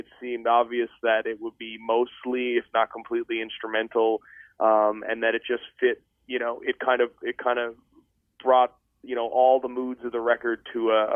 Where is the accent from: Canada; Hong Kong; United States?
Canada; Newfoundland and Labrador; I grew up in Newfoundland